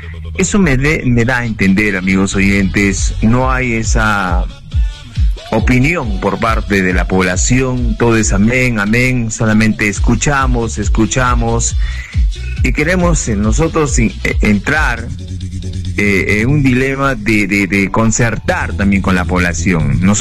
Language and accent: Spanish; La Joya, Arequipa, Peru; now in Arequipa, Peru; porque somos nosotros de La Joya, nacidos, crecidos, estudiados en el distrito de La Joya, y hoy en día estamos en diferentes lugares del país. Vivimos en Arequipa, amigos oyentes, y somos de La Joya.